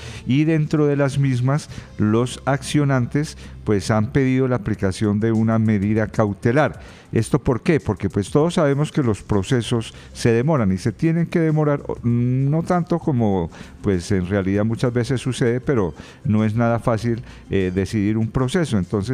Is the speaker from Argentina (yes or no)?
no; Colombia